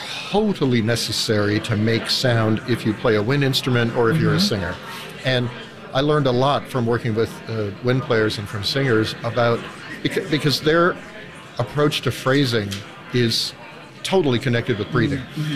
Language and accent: English; Vancouver, British Columbia, Canada; I grew up in Vancouver